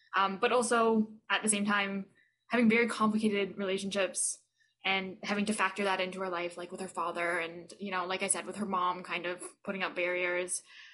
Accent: Toronto, Ontario, Canada; I play Kali, and I'm from Toronto.

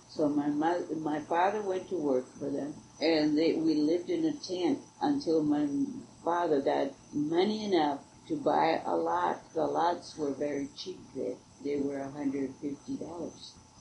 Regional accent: Fillmore, California, United States; born there; I was born in Fillmore.

